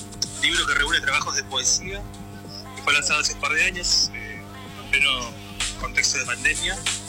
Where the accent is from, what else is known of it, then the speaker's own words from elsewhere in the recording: Río Turbio, Santa Cruz, Argentina; now in Caleta Olivia, Argentina; Yo nací en Río Turbio, pero estoy viviendo en Caleta Olivia. Soy periodista y bueno, estoy trabajando ahí en Caleta Olivia hace un par de años.